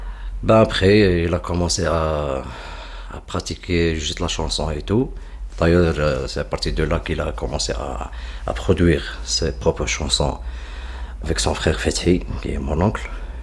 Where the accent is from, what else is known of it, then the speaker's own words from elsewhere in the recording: Tlemcen, Tlemcen Province, Algeria; bien sûr. Voilà. Marhaba bik. Là, actuellement, on est à Tlemcen, ma ville natale, celle de mon père et des grands-pères. Tlemcen, voilà, c'est la frontière du Maroc.